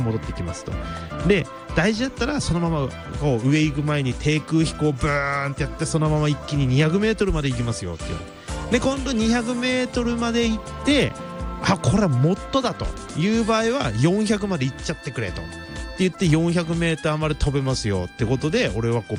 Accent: Ibaraki, Japan; 俺ら茨城県民すげえ馴染みがあるんだよね。

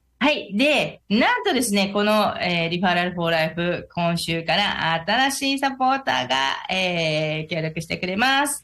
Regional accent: Saitama, Japan; 私も埼玉100%ですので、

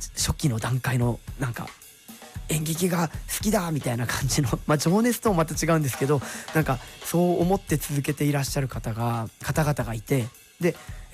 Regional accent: Sendai, Miyagi, Japan; 僕宮城県仙台市出身で、その仙台の方の高校時代に応援団をやっていまして

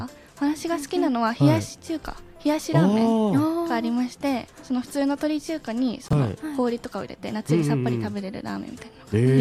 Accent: Yamagata, Japan; それまではと地元の山形県で過ごしていました。

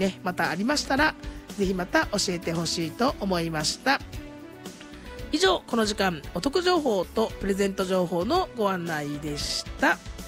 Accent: Kagoshima, Japan; 自分も集落生まれで

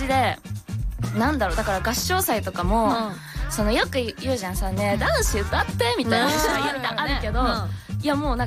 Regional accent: Nerima, Tokyo, Japan; 私は東京出身なんですけど、練馬、

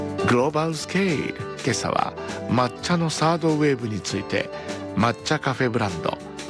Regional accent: Shizuoka, Japan; 私も静岡出身ですからね

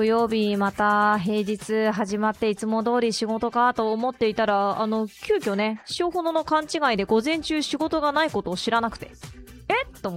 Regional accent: Iwate, Japan; born there; moved away as an adult; now in Miyagi, Japan; 地元岩手

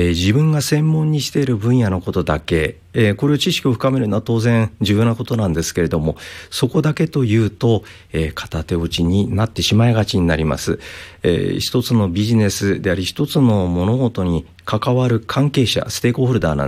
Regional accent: Kanazawa, Ishikawa, Japan; moved away; 私のふるさとの、この地域

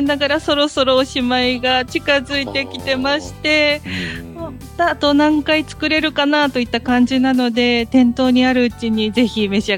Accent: Kitakyushu, Fukuoka, Japan; also born or lived in Tokyo; now in Yasugi, Japan; 安来の出身ではないんですけど、地元は福岡、北九州が地元で

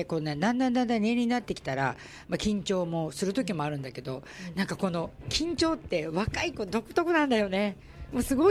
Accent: Osaka, Japan; 私も大阪人なので

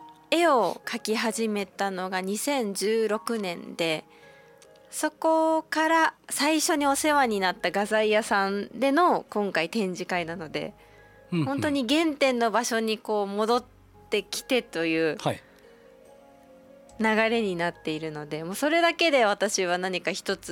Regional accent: Makinohara, Shizuoka, Japan; 先日私の地元の静岡県牧之原市が台風の被害があって

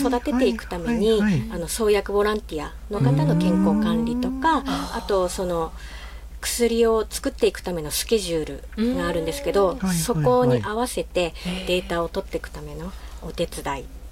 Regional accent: Teshio, Hokkaido, Japan; now in Sapporo, Japan; 私の地元手塩町

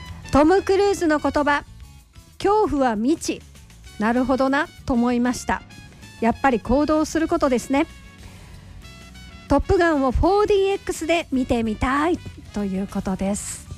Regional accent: Osaka, Japan; 私も大阪生まれ大阪育ちですので

